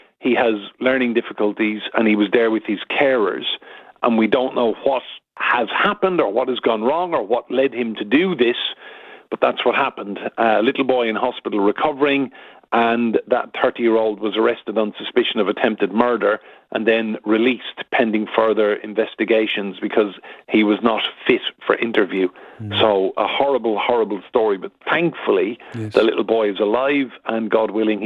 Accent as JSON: {"language": "English", "country": "Ireland", "said": "Well, I'm Irish, Pat."}